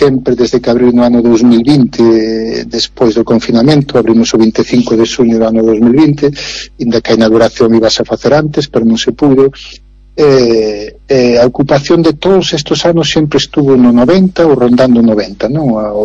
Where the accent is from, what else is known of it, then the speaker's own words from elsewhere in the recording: Galicia, Spain; A partir de aí empezou unha nova trayectoria profesional sempre da miña terra, co que son un afortunado dentro da rede de directores de paradores